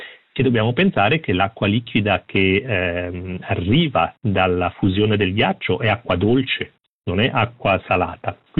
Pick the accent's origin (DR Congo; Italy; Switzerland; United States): Switzerland